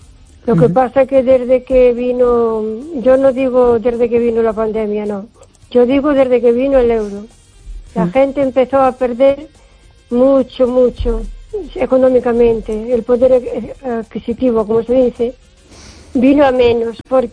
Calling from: O Carballiño, Galicia, Spain; de Carballiño.

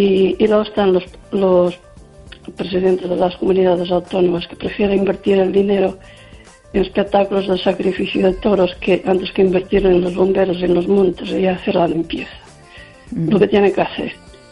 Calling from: Lugo, Galicia, Spain

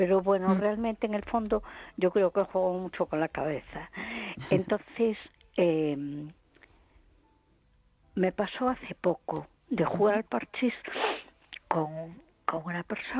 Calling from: A Coruña, Galicia, Spain; de Coruña.

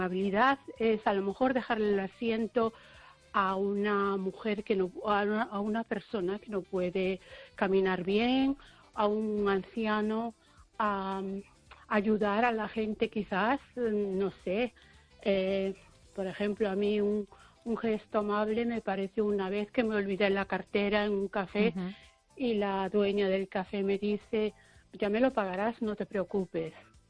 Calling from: Ames, Galicia, Spain

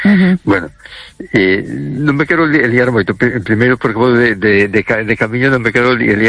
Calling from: A Coruña, Galicia, Spain; Hola, boa noite … de Coruña.

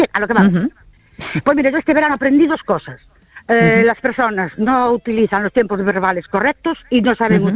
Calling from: Ourense, Galicia, Spain; de Orense.

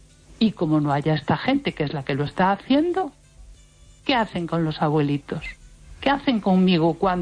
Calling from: Lugo, Galicia, Spain

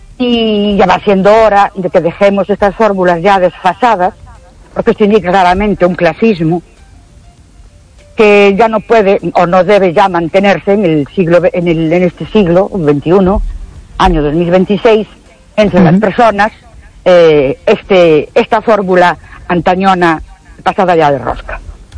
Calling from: Ourense, Galicia, Spain; de Orense.

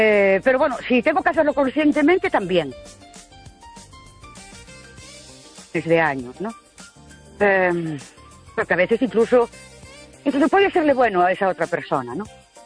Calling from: Ourense, Galicia, Spain; Buenas noches … de Ourense.

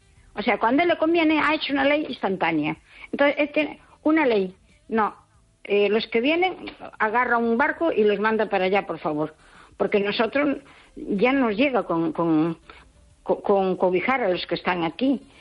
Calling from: Spain

